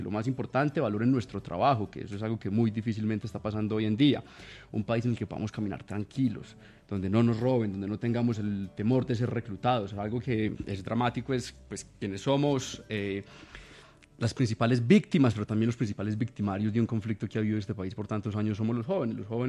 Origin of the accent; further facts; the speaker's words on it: Medellín, Antioquia, Colombia; born there; Una es la suerte mía porque nací en Medellín, en un hogar, clase media